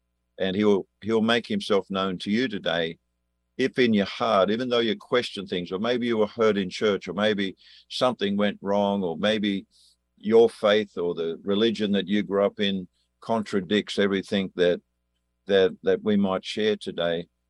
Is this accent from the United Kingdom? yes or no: no; Australia; accent: Australian; If you're wondering what the accent is, I'm an Australian.